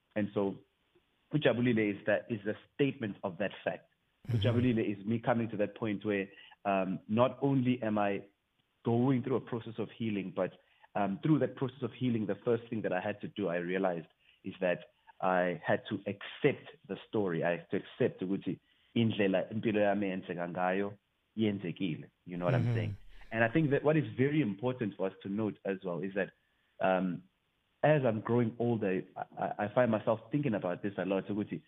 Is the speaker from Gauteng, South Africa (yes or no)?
no; Greytown, KwaZulu-Natal, South Africa; moved away as an adult; also born or lived in Pietermaritzburg, KwaZulu-Natal; now in Cape Town, South Africa; now based in Cape Town, but I was born in Pietermaritzburg, KwaZulu-Natal, and then I was adopted at Greytown. So I grew up in Greytown with a lot of siblings.